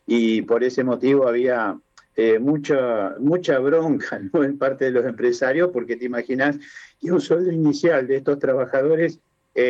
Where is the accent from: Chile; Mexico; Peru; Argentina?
Argentina